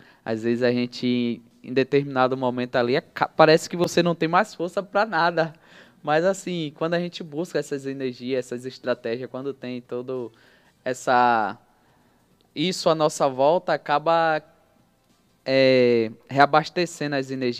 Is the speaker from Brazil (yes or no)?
yes; Maceió, Alagoas, Brazil; moved away; Maceió, minha cidade natal